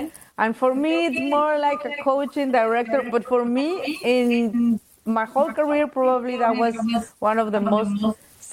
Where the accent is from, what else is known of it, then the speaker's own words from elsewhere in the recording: Mexico City, Mexico; English is a second language; I was born in Mexico City. I'm originally from Mexico.